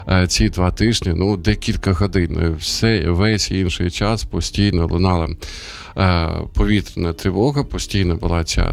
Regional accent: Sumy, Sumy Oblast, Ukraine; now in Kyiv, Ukraine; ці два тижні перебував в Сумах, це моє рідне місто

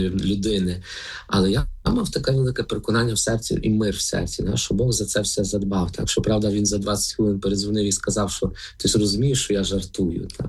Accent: Lviv Oblast, Ukraine; хоч родом я сам з Львівської, так.

